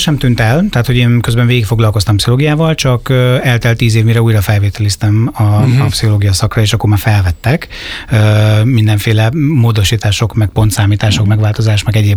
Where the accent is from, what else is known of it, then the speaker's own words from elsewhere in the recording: Zamárdi, Somogy, Hungary; now in Budapest agglomeration, Hungary; Egyébként egy Budapest környéki településen élek az agglomerációban, de van balatoni kötődésem, nem is kevés, ugyanis én gyakorlatilag az egész gyerekkoromat a Balatonon töltöttem, praktikusan Zamárdiban, tehát a déli parton.